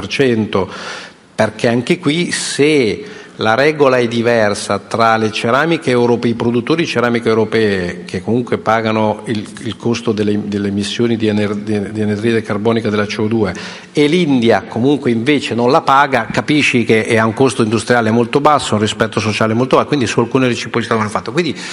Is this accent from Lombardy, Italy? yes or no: no; Modena, Emilia-Romagna, Italy; io vengo da Modena